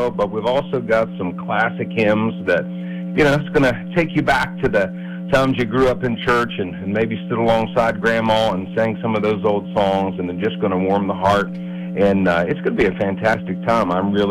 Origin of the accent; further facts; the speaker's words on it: West Virginia, United States; I'm looking forward to being back in my home state of West Virginia this weekend.